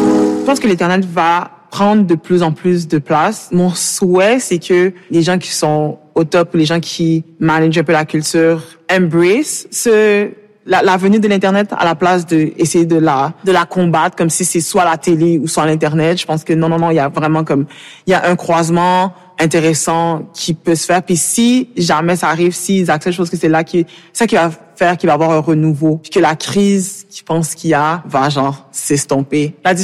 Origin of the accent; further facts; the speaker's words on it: Quebec, Canada; parce que je suis enfant d'immigrante, oui, je suis québécoise, mais j'ai aussi le bagage de la maison